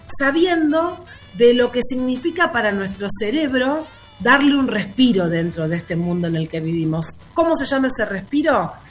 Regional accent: Santa Fe, Argentina; No somos nosotros los argentinos, no somos los santafesinos.

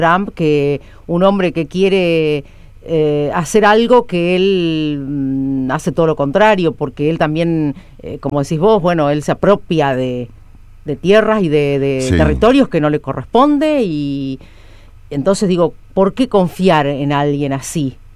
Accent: Argentina; nuestros chicos, nuestros argentinos

